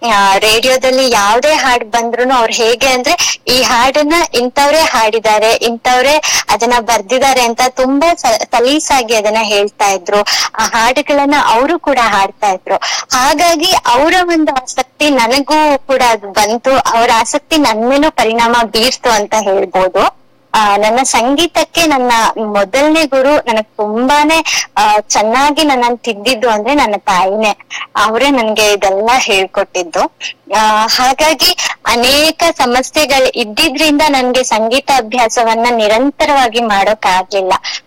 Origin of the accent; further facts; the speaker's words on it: Koppa, Karnataka, India; ನಾನು ಹುಟ್ಟಿದ್ದು ಬೆಳೆದಿದ್ದು ಎಲ್ಲ ಕೊಪ್ಪದಲ್ಲಿನೇ.